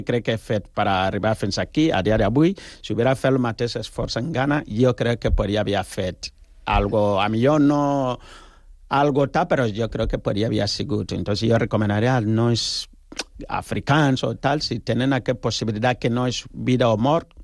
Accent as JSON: {"language": "Catalan", "country": "Ghana", "second_language": "Catalan", "lives_now": "Spain", "said": "perquè jo soc de Ghana, tu imagina que jo vinc aquí amb un taparrabo o una aliança, això no és així."}